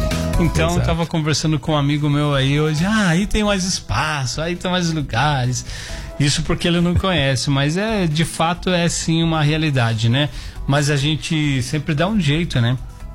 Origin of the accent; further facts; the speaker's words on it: Curitiba, Paraná, Brazil; born there; now in São Paulo, Brazil; Eu sou curitibano de nascimento, né? Então, já moro aqui, convivo aqui em São Paulo desde 93. Aí teve um período que eu voltei para Curitiba a trabalho. E retornei agora, já vão fazer 3 anos também.